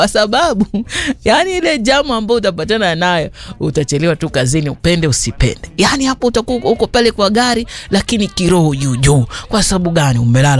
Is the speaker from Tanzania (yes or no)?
no; Tana River County, Kenya; moved away; Si kama kule kwetu Tana River